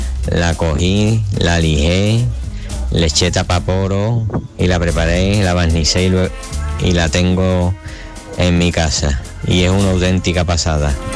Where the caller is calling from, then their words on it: Seville, Andalusia, Spain; de Sevilla.